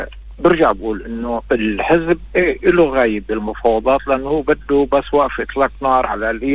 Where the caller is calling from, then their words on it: Lebanon; عندنا بلبنان